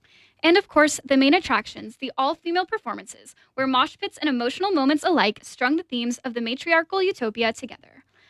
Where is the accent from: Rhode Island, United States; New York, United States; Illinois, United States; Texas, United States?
Texas, United States; moved away; there's also no AC in my apartment, and I'm from Texas, so I'm usually used to the heat.